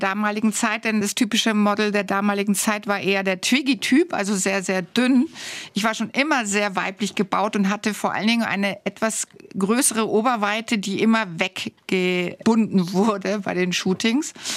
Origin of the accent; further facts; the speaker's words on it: Munich, Bavaria, Germany; born there; also born or lived in Hamburg; Ja, da wurde ich geboren und durfte dann noch 3 Jahre leben in einem ausgebauten Ziegenstall, wo meine Eltern gelebt haben, wo mein Vater sich sogar noch ducken musste, weil die Decke so tief runterhing. Und dann sind wir nach München ausgewandert.